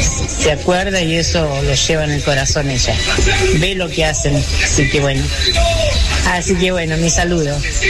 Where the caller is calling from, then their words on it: Quemú Quemú, La Pampa, Argentina; de Quemú, Quemú.